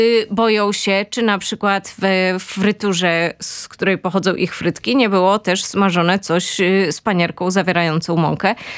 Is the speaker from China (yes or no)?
no; Toruń, Kuyavian-Pomeranian Voivodeship, Poland; i ja pochodzę z Torunia